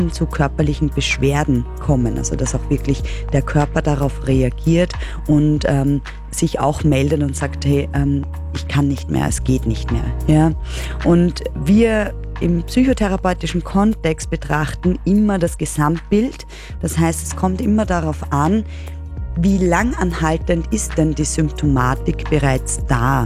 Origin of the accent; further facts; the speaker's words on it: Lower Austria, Austria; Ich komme aus dem Waldviertel, ja. Und da in der Früh hängt der Nebel oft drinnen im Herbst.